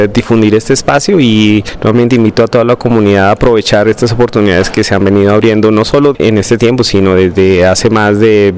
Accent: Colombia; somos embajadores de Colombia

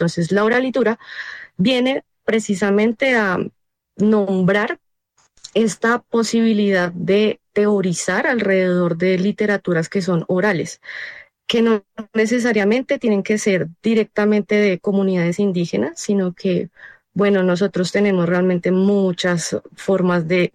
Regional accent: Suba, Bogotá, Colombia; yo soy de Suba y la mayoría de las personas que conformamos la editorial pues somos de Suba.

